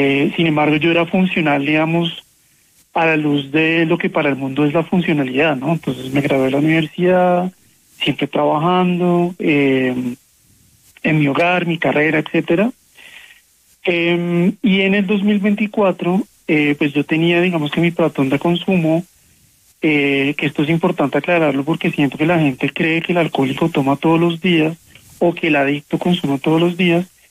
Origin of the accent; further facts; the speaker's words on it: Bogotá, Colombia; Yo soy adicto en recuperación, soy alcohólico, soy bogotano, tengo 43 años.